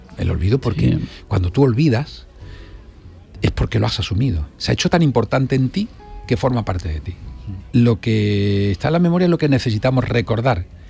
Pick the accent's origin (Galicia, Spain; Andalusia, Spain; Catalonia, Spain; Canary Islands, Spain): Andalusia, Spain; Córdoba; Yo de Córdoba.